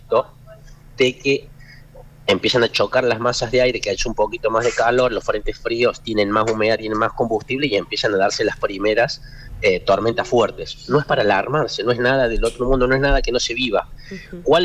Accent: Córdoba, Argentina; todos los que somos de Córdoba estamos acostumbrados a tormentas fuertes.

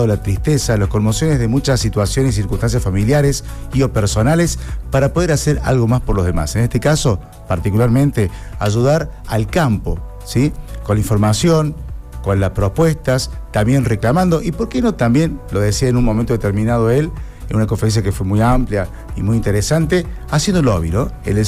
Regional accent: Argentina

